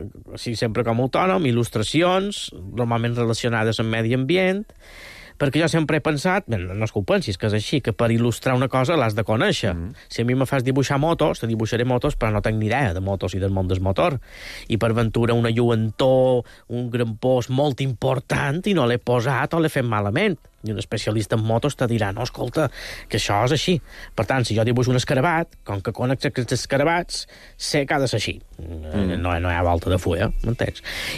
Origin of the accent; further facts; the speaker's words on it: Banyalbufar, Balearic Islands, Spain; El meu poble, Banyabufà, som un poquet més originals.